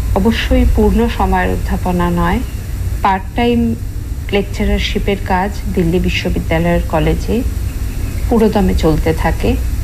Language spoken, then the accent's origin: Bangla; Kolkata, West Bengal, India; moved away as an adult; now in Delhi, India; আমি দিল্লি থেকে … বলছি। আমার জন্ম বেড়ে ওঠা সবই কলকাতায়। শিক্ষার প্রথম ভাগটা আমি কলকাতা থেকেই সমাপ্ত করি, বিয়ে হয় দিল্লিতে। 18 বছর আগে দিল্লি চলে আসা